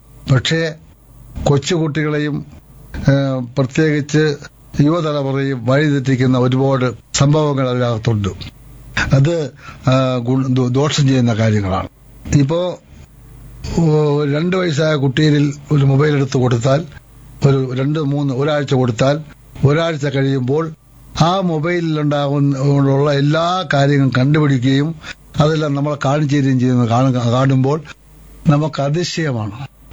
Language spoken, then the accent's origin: Malayalam; Vellanad, Kerala, India